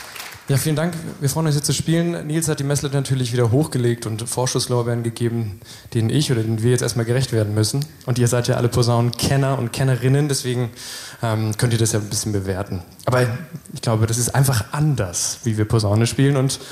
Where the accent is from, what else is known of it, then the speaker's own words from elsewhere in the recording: Lower Saxony, Germany; moved away; Ich komme aus der Lüneburger Heide, nicht zu weit weg von hier, schon 1,5 Stunden.